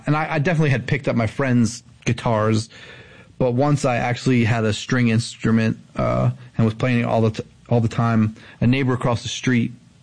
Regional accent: Lansdowne, Pennsylvania, United States; I grew up in Lansdowne, actually.

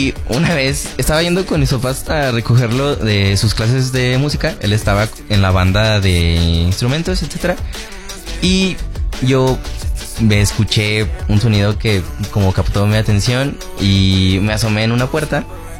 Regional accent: Saltillo, Coahuila, Mexico; pues yo también soy de Saltillo, ¿sabes?

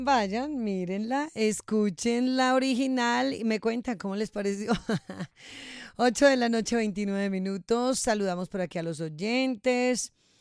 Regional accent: Tunja, Boyacá, Colombia; born there; moved away; Yo extraño mi Tunja del alma, por eso voy cada mes a Suracá a la misa. Yo extraño mi Boyacá, pero recordamos nuestra tierra, el terruño que nos vio nacer.

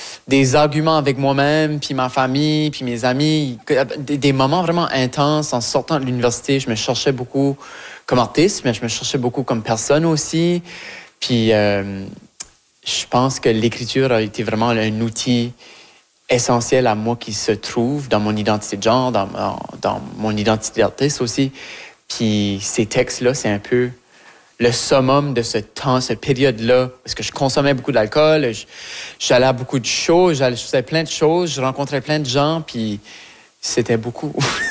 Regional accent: Acadia, Canada; accent: Acadian; que mon acadienté se manifeste à travers cette voix-là. Même si que mon accent change, puis mon vocabulaire évolue, puis mes expériences québécoises, montréalaises ajoutent à cette sauce-là

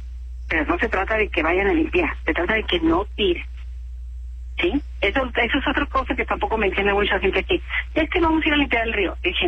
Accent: Mexico

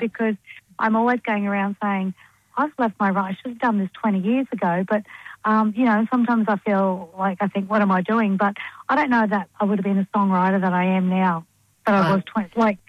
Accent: Goodna, Queensland, Australia; also born or lived in Ipswich; Well, I grew up in Goodna. Born in Ipswich Hospital, and I live at Belbo Park now, which is just up the road from Goodna. So I'm still in the city.

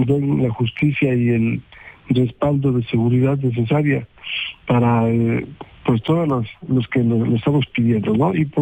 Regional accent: Mexico

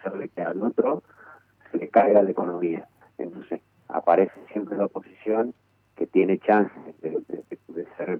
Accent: Argentina; somos todos los argentinos.

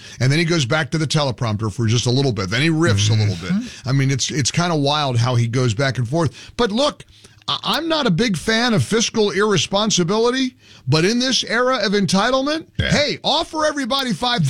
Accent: Midwest, United States; also born or lived in New York City; now in Florida, United States; When you're a kid growing up in the Midwest

